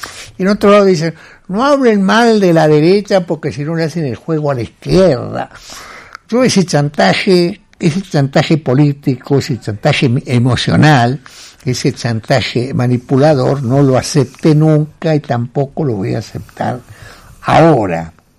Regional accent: Argentina; esta Argentina, mi país

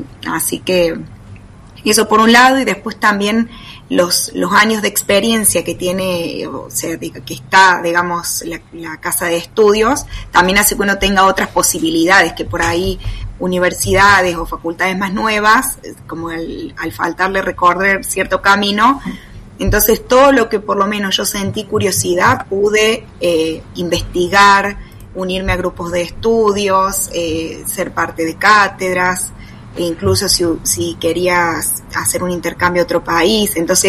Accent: Alta Gracia, Córdoba, Argentina; moved away as an adult; also born or lived in Esperanza; soy de Altagracia, de Córdoba, y bueno, estudié en Esperanza

